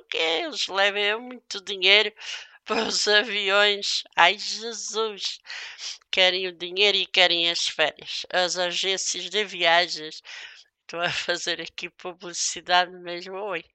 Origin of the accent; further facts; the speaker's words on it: Madeira, Portugal; moved away; um grande beijinho para a Ilha da Madeira, para a minha terra, Ilha da Madeira